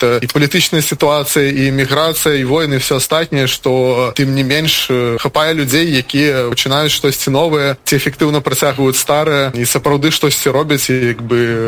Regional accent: Belarus; Потому что, в принципе, и мы, белорусы, по менталитете, как бы, такие тихие некие.

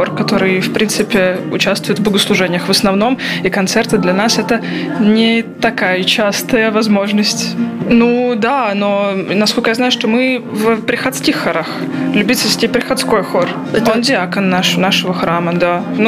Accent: Latvia; Я из Латвии, и сегодня я приехал вместе с прекрасным хором

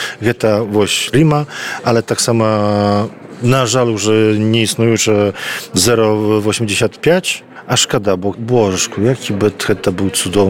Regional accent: Podlaskie Voivodeship, Poland; мы тут на Белосточыне існуем, мы таксама беларусы

